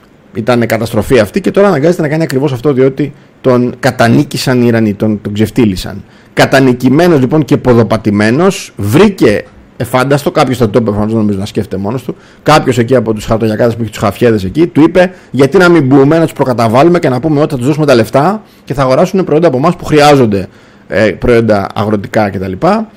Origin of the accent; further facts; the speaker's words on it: Greece; αυτό πρέπει να το λέμε ειδικά εμείς σαν Έλληνες